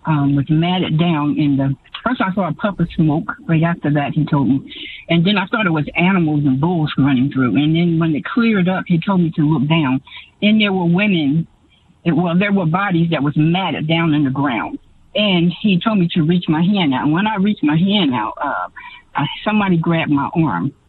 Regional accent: New Jersey, United States; moved away as an adult; now in Greenville, United States; New Jersey is my hometown, but I was here in Greenville.

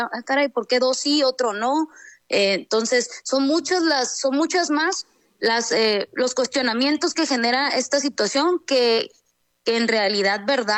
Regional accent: Sinaloa, Mexico

